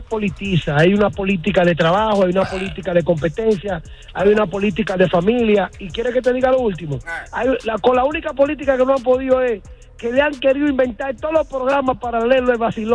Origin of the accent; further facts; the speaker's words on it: Dominican Republic; decirle al mundo que no somos nosotros los dominicanos que lo estamos diciendo